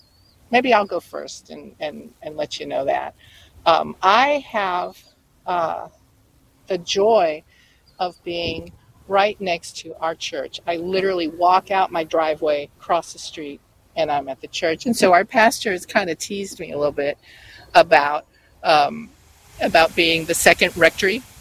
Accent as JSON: {"language": "English", "region": "the South", "country": "United States", "tie": "born or raised there", "said": "I grew up in the Bible Belt in the South. And so in many cases, we were the only Catholics"}